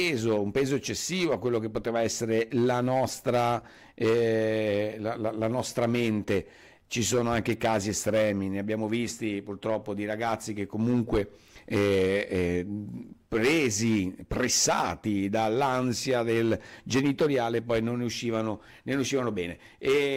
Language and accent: Italian; Salerno, Campania, Italy; born there; moved away; also born or lived in Venice; sia io che mia sorella, siamo figli di emigranti, cioè nel senso che siamo nati a Salerno, genitori salernitani, vissuti poi a Venezia, ci siamo trovati a dover studiare a Venezia da fuori sede